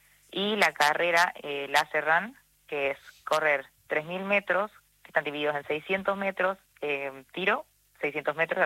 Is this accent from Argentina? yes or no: yes; Salta, Argentina; Yo soy de Capital.